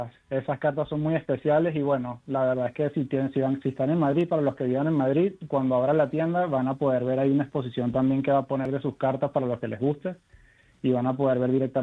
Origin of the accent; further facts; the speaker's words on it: Venezuela; Oye, lo que pasa es que yo de español no tengo ninguno, creo yo, la verdad. Yo soy venezolano